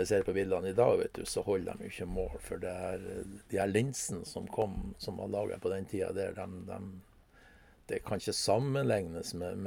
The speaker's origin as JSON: {"language": "Norwegian", "town": "Korgen", "region": "Nordland", "country": "Norway", "tie": "born or raised there", "said": "Ja, jeg er jo fra Rennemoen da."}